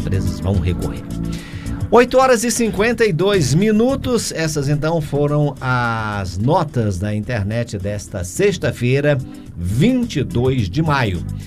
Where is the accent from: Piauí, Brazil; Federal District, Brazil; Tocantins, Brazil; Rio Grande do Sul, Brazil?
Piauí, Brazil; Teresina; Saiu pra minha terra